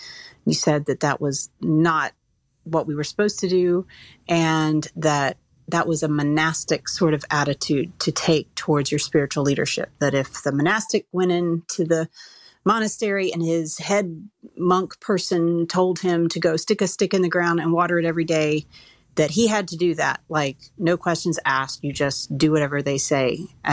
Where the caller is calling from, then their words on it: Massachusetts, United States; I'm calling from Massachusetts.